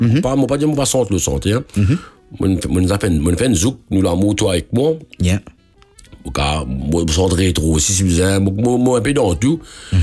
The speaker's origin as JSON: {"language": "French", "country": "Mauritius", "said": "Mais moi, je suis content, ce gars, je suis mauricien, je dis, nous venons ce gars même."}